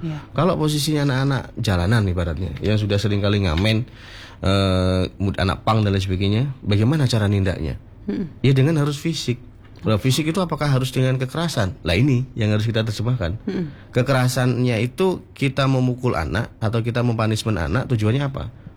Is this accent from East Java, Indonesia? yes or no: yes; Bojonegoro, East Java, Indonesia; Kalau saya orang asli Bojonegoro, Mbak, seorang suami itu nyapu, ngepel, cuci baju, wah itu sudah dianggap tidak, istri tidak menghormati.